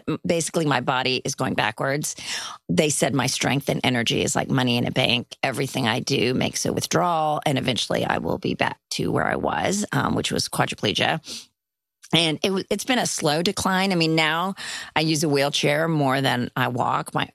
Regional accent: India; born there; I was born in India. And when I was 3 months old, I contracted polio. Now in India, you don't get the vaccine at 3 months.

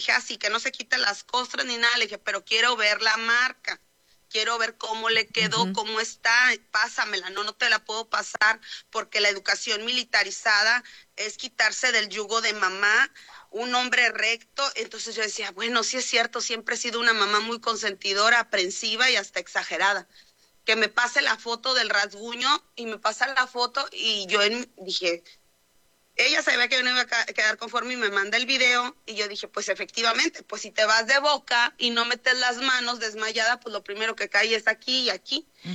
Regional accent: Ciudad Mante, Tamaulipas, Mexico; Yo soy de Mante, ellos están en Madero.

